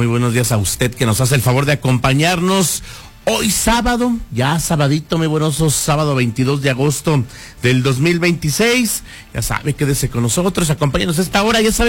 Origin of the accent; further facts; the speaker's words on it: Mexico; como buen mexicano festejamos todo, aunque nos quejemos.